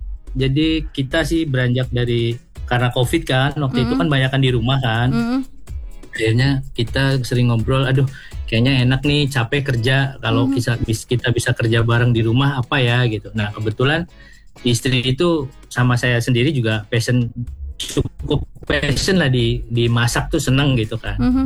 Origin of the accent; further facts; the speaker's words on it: Aceh, Indonesia; aslinya saya sendiri Aceh, kemudian istri Jawa.